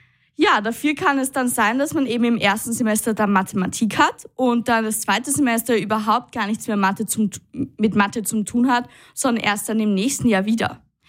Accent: Austria; Also bei uns in Österreich ist es ja oft so

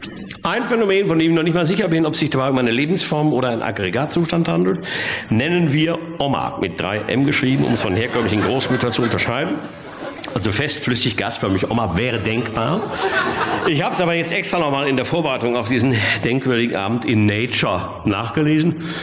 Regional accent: North Rhine-Westphalia, Germany; Meine sehr verehrten Damen und Herren, ich komme ohne eigenes Zutun aus dem Ruhrgebiet und bin auch froh darüber.

